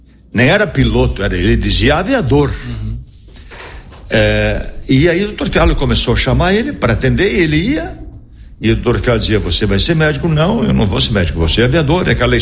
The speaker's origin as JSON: {"language": "Portuguese", "town": "Marau", "region": "Rio Grande do Sul", "country": "Brazil", "tie": "born or raised there", "also_born_or_lived": "Passo Fundo", "said": "Marauense. Nasci em Marau no dia 29/11/53."}